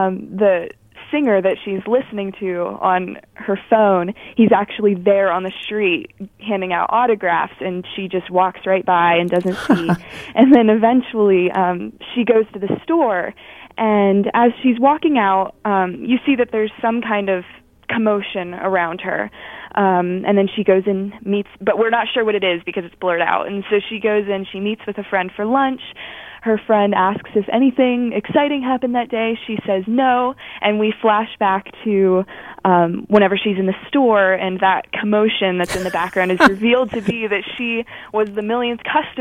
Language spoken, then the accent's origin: English; Bridgeville, Pennsylvania, United States; I'm from Bridgeville, about 20 minutes out of Pittsburgh.